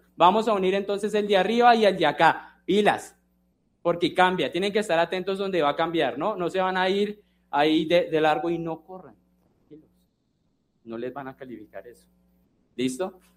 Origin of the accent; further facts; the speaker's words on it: Bogotá, Bogotá Capital District, Colombia; yo soy Rolo